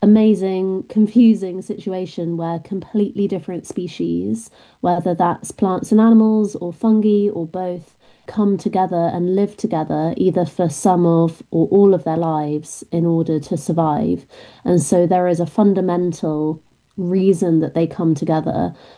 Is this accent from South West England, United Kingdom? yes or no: yes; Devon, South West England, United Kingdom; also born or lived in Augusta, Georgia, United States; I was brought up in a really beautiful part of England in a county called Devon in the southwest near the coast.